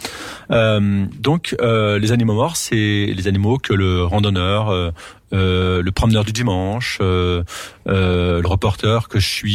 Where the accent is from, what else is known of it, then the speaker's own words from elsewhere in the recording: Auvergne-Rhône-Alpes, France; je suis alpin, je suis savoyard